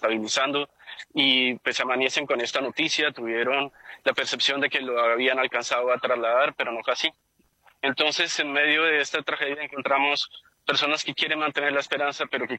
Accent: Colombia; Pues en Colombia pareciera que este tipo de tragedias nos pasan la factura de años de abandono

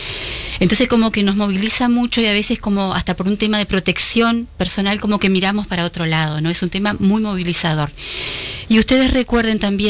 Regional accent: Uruguay

